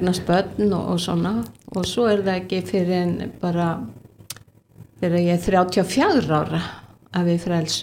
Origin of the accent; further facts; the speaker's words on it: Reykjavík, Capital Region, Iceland; ég bara Reykjavíku stelpa, ólst upp í Skipholtinu og gekk í Austurbæjarskóla og Gagga og Öst og Iðskólan og allt þarna bara í hverfinu.